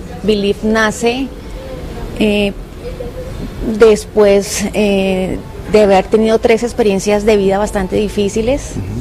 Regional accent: Tolima, Colombia; born there; Yo soy tolimense de nacimiento, pero soy santandereana de convicción y de elección.

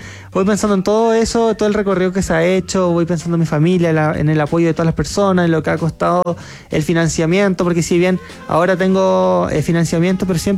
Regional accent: Chile; No, yo soy el típico chileno que deja todo última hora.

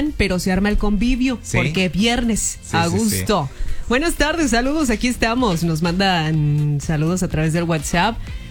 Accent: Mexico; Es un mundial en México y los invitados no somos los mexicanos, sino son los foráneos.

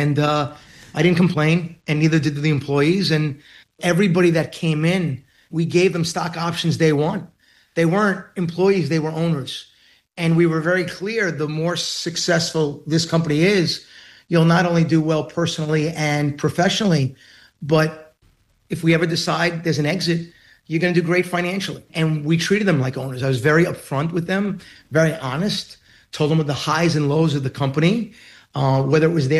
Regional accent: Queens, New York, United States; It's why I always say … from Queens, right?

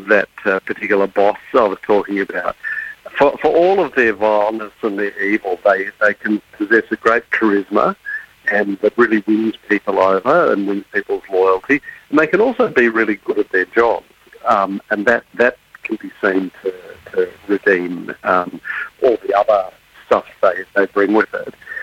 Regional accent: Sydney, New South Wales, Australia; Well, I'm from Sydney.

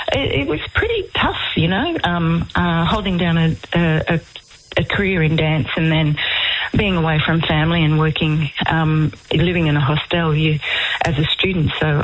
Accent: Weipa, Queensland, Australia; growing up in Weipa in Old Marpoon in Far North Queensland, my childhood was adventurous and it was fun.

